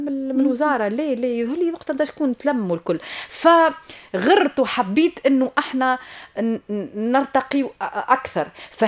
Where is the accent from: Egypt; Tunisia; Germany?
Tunisia; احنا توانسة